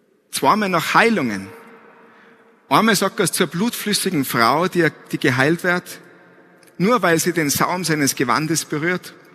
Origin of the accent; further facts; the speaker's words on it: Tyrol, Austria; Ja, ich hoffe, Sie verstehen mich, weil ich bin aus Tirol. Man hört es wahrscheinlich.